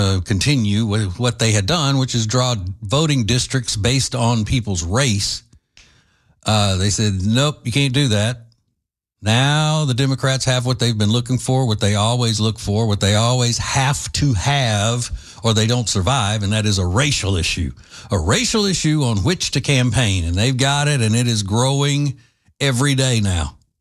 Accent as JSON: {"language": "English", "region": "Louisiana", "country": "United States", "said": "Believe me, I'm from Louisiana. And I know what I'm saying here."}